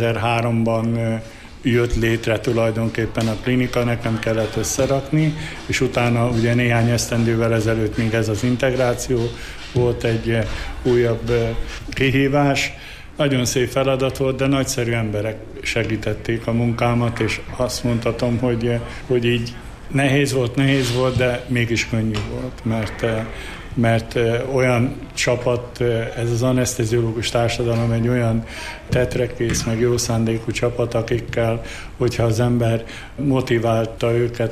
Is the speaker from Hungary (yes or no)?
yes; Kisléta, Szabolcs-Szatmár-Bereg, Hungary; now in Debrecen, Hungary; én egy szabolcsi faluból származom, Kislétáról, aminek közös lelkésze van Kálósemjén meg Nyírbogát között